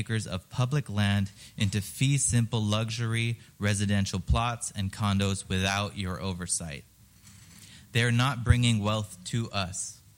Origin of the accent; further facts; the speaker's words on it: U.S. Virgin Islands; I grew up on Water Island, fell in love with our environments, became a PhD-level marine scientist, and returned home